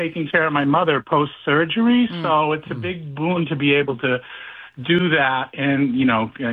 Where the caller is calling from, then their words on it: Attleboro, Massachusetts, United States; Normally I call from Attleboro, but I'm in Southwest Florida working remotely.